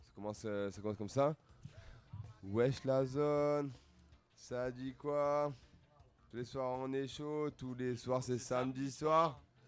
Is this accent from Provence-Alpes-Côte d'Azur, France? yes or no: yes; Marseille, Provence-Alpes-Côte d'Azur, France; Moi, je suis marseillais, je suis du sud-est.